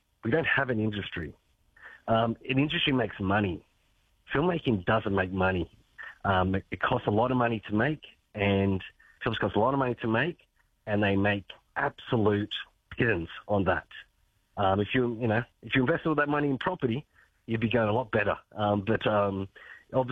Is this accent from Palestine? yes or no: no; Australia; Well, it's I think, you know, as an Australian citizen, you've always got to look at all these as a greater picture.